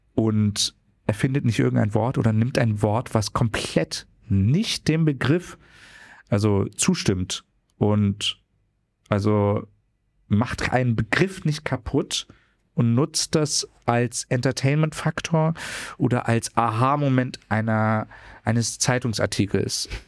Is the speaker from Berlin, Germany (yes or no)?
yes; Berlin, Germany; Ja, aber aber ich sehe mich ja auch hauptsächlich als Berliner